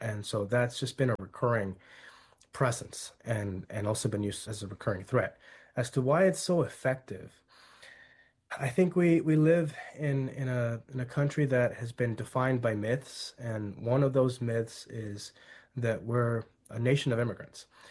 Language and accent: English; California, United States; because I grew up in Central California, the home of the farm workers movement, and everything there harkened back to the 1960s, to Cesar Chavez, to the farm labor struggle. My parents were farm workers.